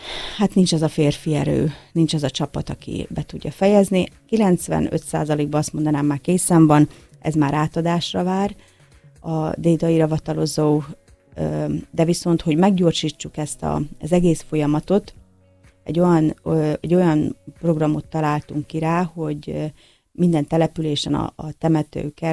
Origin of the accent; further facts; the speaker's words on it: Astei, Zakarpattia Oblast, Ukraine; Én több mint 30 éve vagyok asztélyi lakos